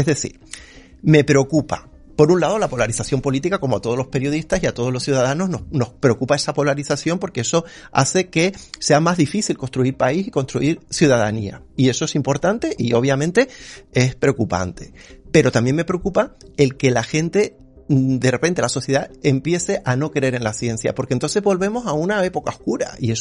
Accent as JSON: {"language": "Spanish", "region": "Canary Islands", "country": "Spain", "said": "Yo soy canario, además, yo soy de Tenerife."}